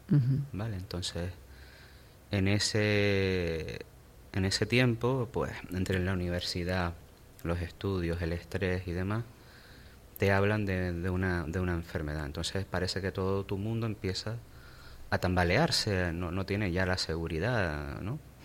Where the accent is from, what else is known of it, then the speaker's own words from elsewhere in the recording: Sardina del Sur, Canary Islands, Spain; born there; Yo nací en Sardina del Sur, en un pueblo de la zona sureste de la isla Gran Canaria.